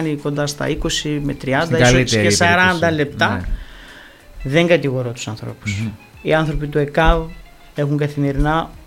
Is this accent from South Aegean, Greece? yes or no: no; Lagos, Eastern Macedonia and Thrace, Greece; ο πανέμορφο χωριό είναι το χωριό μου